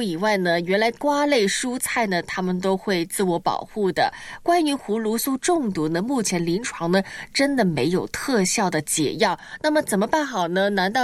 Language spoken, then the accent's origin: Chinese; Guangdong, China; 我们广东人不是很喜欢饮茶吗？